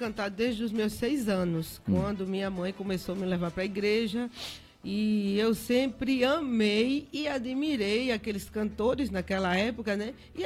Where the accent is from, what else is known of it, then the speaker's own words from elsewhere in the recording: Paraíba, Brazil; moved away as an adult; also born or lived in São Paulo; quando eu cheguei aqui na Paraíba